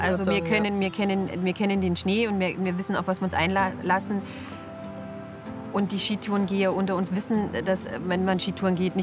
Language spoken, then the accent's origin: German; Brandenburg, Germany; moved away as an adult; Ursprünglich komme ich aus Brandenburg, also aus dem Flachland und habe meine Liebe zu den Bergen erst relativ spät entdeckt und zwar, als ich nach Berchtesgaden gekommen bin, um eine Ausbildung zur Restaurantfachfrau zu machen.